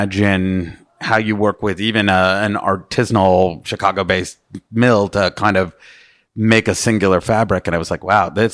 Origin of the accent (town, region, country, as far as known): Calgary, Alberta, Canada; born there